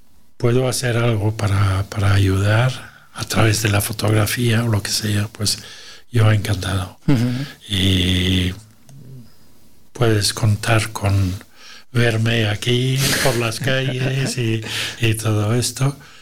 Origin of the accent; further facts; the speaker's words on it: Belgium; now in Arbúcies, Spain; eso es una cosa que conozco desde pequeño, porque Bélgica, mi tierra, nunca hubiera tenido que existir como país.